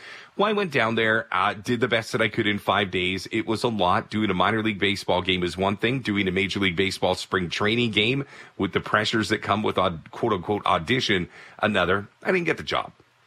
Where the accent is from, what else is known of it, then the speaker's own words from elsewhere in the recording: Toronto, Ontario, Canada; a city as big as Toronto, which is my hometown, by the way, Scarborough, Morningside and Ellesmere represent